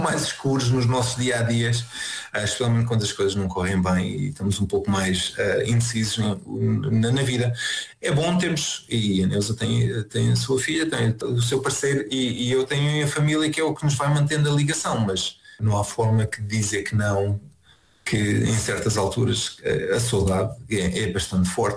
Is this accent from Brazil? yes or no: no; Portugal; moved away